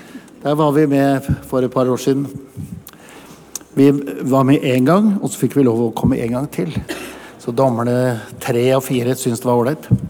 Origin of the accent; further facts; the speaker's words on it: Sandefjord, Vestfold, Norway; Vi kommer fra Sandefjord, som Arne sa.